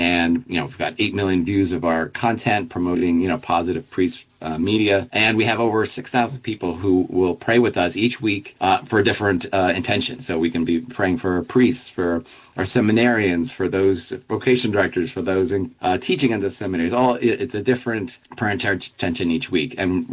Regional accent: Philadelphia, Pennsylvania, United States

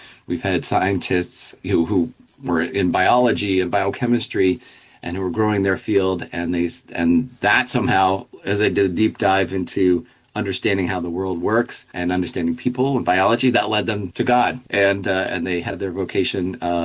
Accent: Philadelphia, Pennsylvania, United States

